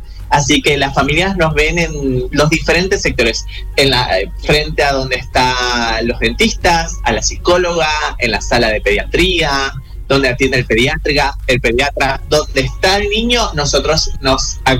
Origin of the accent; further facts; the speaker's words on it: Villa Ángela, Chaco, Argentina; Nosotros somos de Villa Ángela.